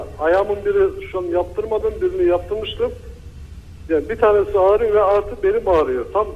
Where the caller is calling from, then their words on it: Antalya, Turkey; Antalya'dan arıyorum da.